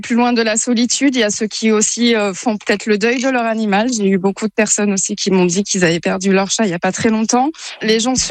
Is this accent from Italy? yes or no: no; Provence-Alpes-Côte d'Azur, France; puisque nous venons du Var, on a quitté justement tout pour le projet et on a étudié tous les bars à chat qui existaient.